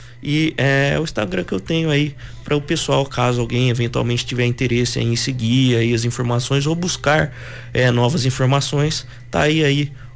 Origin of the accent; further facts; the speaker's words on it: Ribeirão Preto, São Paulo, Brazil; moved away as an adult; now in Avaré, Brazil; De Avaré, tanto meu pai quanto minha mãe são daqui de Avaré, porém eu cresci na cidade de Ribeirão Preto, me formei lá, fiz universidade.